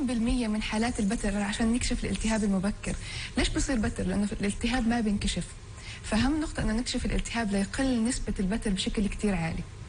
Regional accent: Palestine; احنا بمجتمع فلسطيني دائما في تحديات.

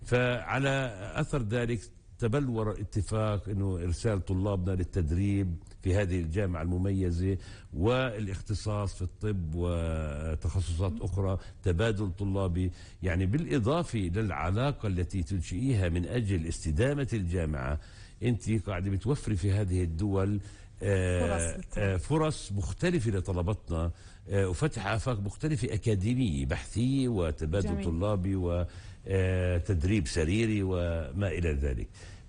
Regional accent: Palestine; وأنا كنت الوحيد من فلسطين

